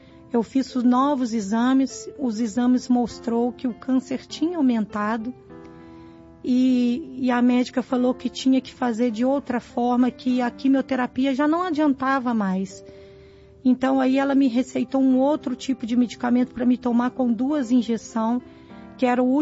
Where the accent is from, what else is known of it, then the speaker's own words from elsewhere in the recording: São João del Rei, Minas Gerais, Brazil; sou de Minas Gerais, São João del Rei.